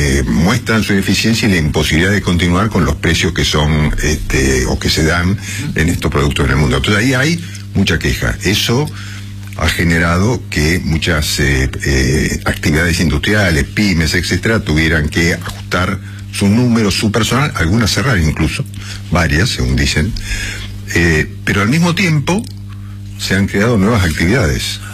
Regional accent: Argentina

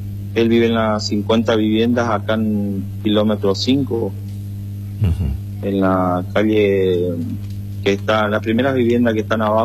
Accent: Eldorado, Misiones, Argentina; nacimos acá en El Dorado, nos criamos acá y somos de buena cepa.

